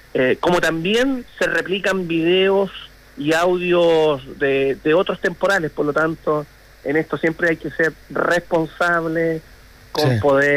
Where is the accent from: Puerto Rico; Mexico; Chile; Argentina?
Chile; Linares, Maule; los que somos de Linares